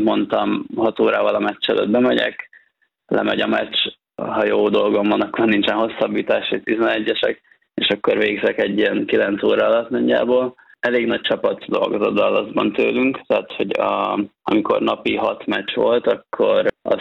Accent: Hungary

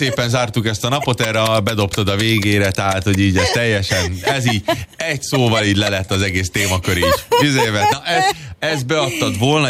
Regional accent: Budapest, Hungary; moved away; hát ugye ott nőttem fel

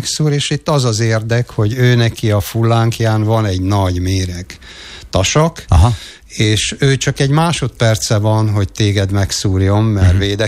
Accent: Hungary; 60 éve vidéken nőttem fel egy paraszt családban

